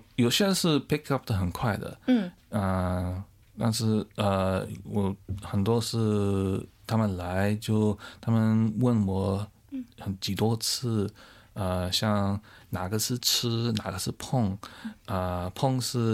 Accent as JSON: {"language": "Chinese", "town": "Brisbane", "region": "Queensland", "country": "Australia", "tie": "born or raised there", "said": "我是用英文，我是这里长大的，所以我的英文比较confident"}